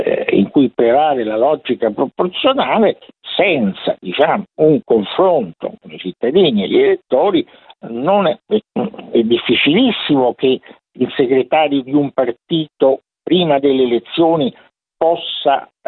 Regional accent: Rome, Lazio, Italy; io sono un romano

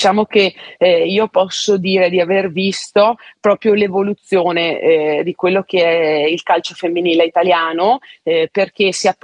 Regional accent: Venice, Veneto, Italy; già da piccola nei campielli veneziani, infatti essendo veneziana, giocavo con i maschi

